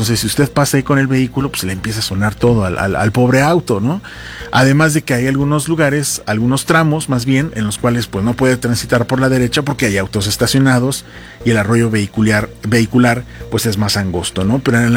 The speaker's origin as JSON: {"language": "Spanish", "town": "Tulancingo", "region": "Hidalgo", "country": "Mexico", "tie": "born or raised there", "said": "quienes somos oriundos de Tulancingo"}